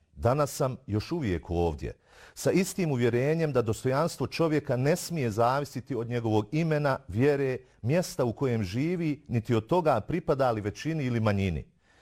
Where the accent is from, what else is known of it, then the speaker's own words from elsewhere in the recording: Srebrenica, Republika Srpska, Bosnia & Herzegovina; Ja sam Bošnjak. Ja sam musliman. Preživio sam genocid u Srebrenici. Srebreničanin sam koji živi u Srebrenici